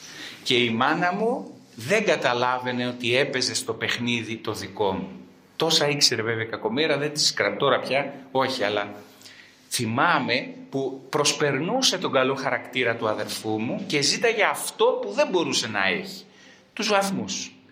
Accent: Greece; σαν Έλληνες πως είμαστε πολύ φιλότιμοι άνθρωποι

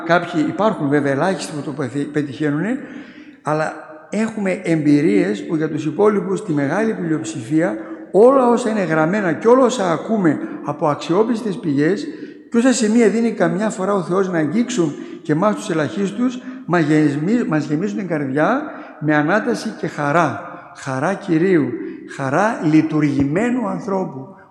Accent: Thessaloniki, Central Macedonia, Greece; εγώ Θεσσαλονίκη είμαι

